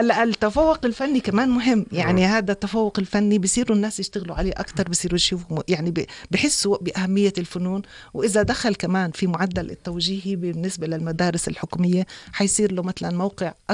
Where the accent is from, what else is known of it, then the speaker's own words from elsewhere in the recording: Jordan; إحنا عندنا بالأردن في بس معضلة صغيرة أنه قلة النقاد